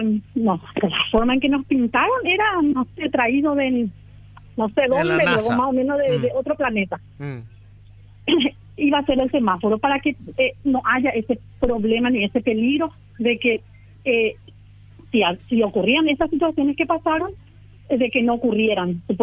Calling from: Paraguay; como somos los paraguayos

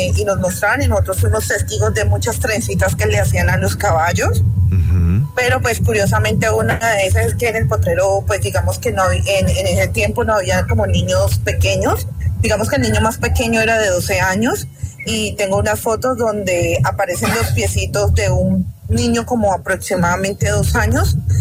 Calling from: Valle del Cauca, Colombia; yo soy de un pueblo acá a las afueras de Cali.

